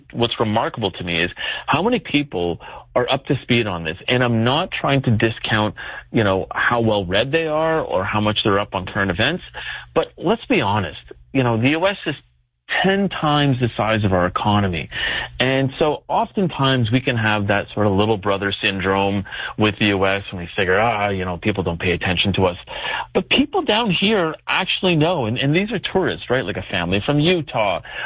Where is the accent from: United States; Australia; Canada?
Canada; I'm Canadian